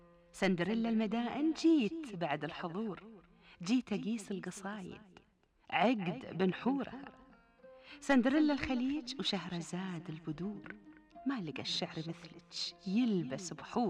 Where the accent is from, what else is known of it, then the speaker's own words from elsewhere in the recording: Bahrain; احنا هل البحرين